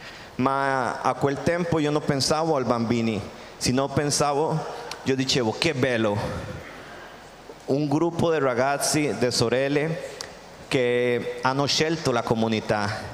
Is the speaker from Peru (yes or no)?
no; Costa Rica; Italian is a second language; moved away as an adult; now in Africa; sono dalla Costa Rica.